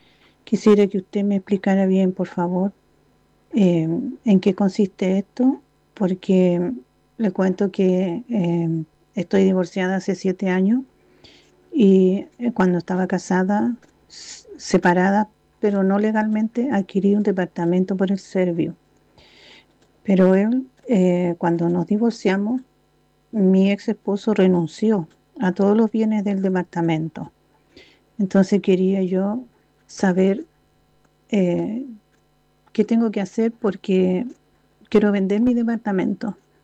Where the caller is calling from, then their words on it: Villa Alemana, Valparaíso, Chile; soy de Villa Alemana.